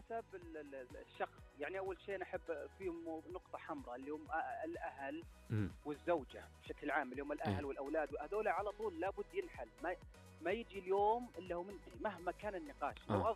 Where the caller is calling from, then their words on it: Al-Qassim, Saudi Arabia; من القصيم الله يعزك.